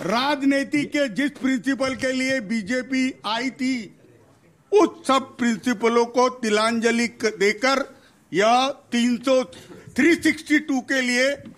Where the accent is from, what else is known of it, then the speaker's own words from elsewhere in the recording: Yavatmal, Maharashtra, India; मैं बताता हूँ, मैं यवतमाल से आता हूँ, 2 सांसद चुन के आए शिवसेना के वहां से